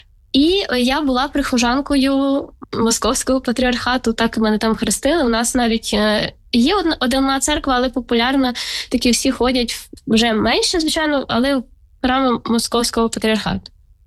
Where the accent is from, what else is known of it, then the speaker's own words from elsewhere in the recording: Khmelnytskyi Oblast, Ukraine; я з Хмельниччини родом